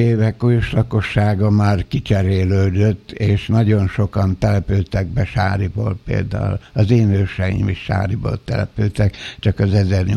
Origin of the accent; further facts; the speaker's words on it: Budapest, Hungary; born there; az anyám már a eljövendő köröztapáméknál Budapesten várta a szülési időpillanatát, és így kórházba születtem a 13. kerületben.